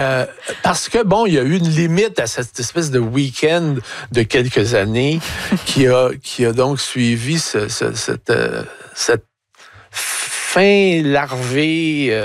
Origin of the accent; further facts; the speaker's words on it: Montreal, Quebec, Canada; Je venais du sous-sol de Montréal-Nord où, dès l'enfance, j'achetais des 45 tours au coin de la rue.